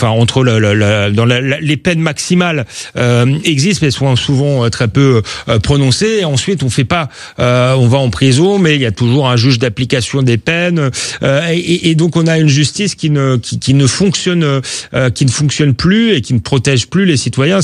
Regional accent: Épinay-sur-Seine, Île-de-France, France; je suis pas d'un milieu pauvre, mais en tout cas d'un milieu modeste. J'ai grandi en banlieue, à Épinay-sur-Seine. Mes parents étaient petits commerçants.

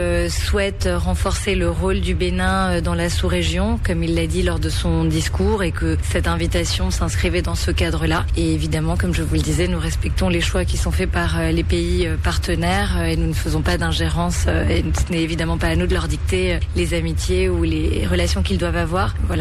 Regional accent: Santo Domingo, Dominican Republic; moved away; je suis franco-caribéenne. J'ai grandi à Saint-Domingue.

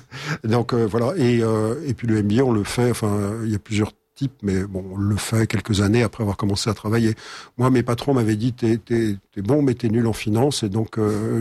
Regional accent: Paris, Île-de-France, France; born there; also born or lived in Savoie; Paris en ce qui me concerne, mais ma famille est savoyarde. Et donc j'ai une maison de famille en Savoie, nous avons toujours des attaches savoyardes très profondes depuis très longtemps.

